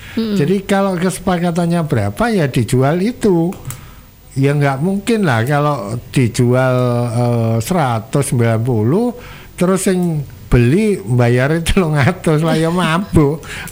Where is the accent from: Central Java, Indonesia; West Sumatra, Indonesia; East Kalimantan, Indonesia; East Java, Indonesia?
East Java, Indonesia; Nganjuk; Saya juga orang Nganjuk, Pak.